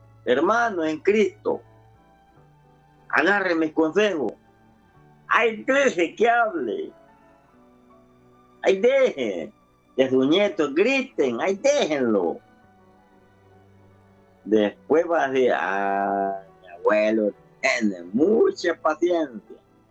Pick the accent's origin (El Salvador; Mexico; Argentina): El Salvador; La ley en mi país tan, pero terrible.